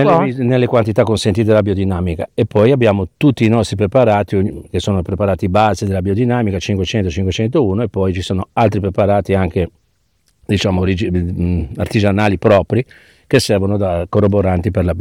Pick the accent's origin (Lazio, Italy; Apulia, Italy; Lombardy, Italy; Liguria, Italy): Liguria, Italy; Genoa; ci aggiungo anche da genovese